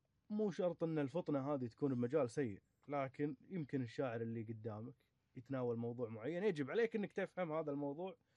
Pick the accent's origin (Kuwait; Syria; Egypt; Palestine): Kuwait; حنا ككويتيين نقول أصل القلطة بالكويت